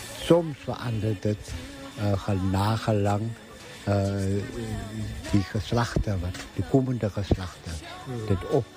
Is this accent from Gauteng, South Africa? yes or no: no; Lambert's Bay, Western Cape, South Africa; Ek is van Lambertsbaai.